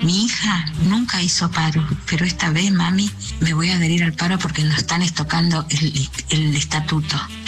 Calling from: Villa General Mitre, Argentina; de Villa General Mitre.

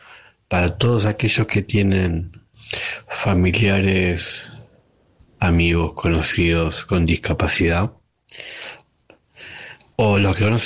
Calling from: Ramos Mejía, Buenos Aires Province, Argentina; de Ramos Mejía.

